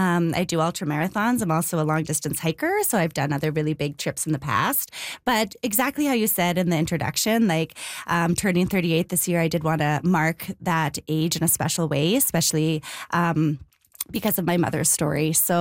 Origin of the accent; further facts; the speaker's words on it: Flin Flon, Manitoba, Canada; born there; I was born in Flin Flon.